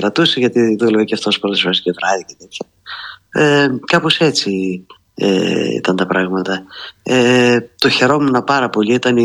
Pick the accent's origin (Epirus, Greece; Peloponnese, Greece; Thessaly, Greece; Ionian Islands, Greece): Thessaly, Greece; Karditsa; Γιατί είμαι από την Καρδίτσα.